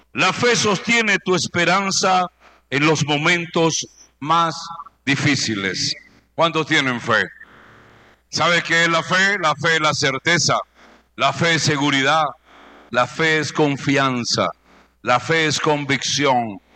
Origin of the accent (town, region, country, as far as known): Venezuela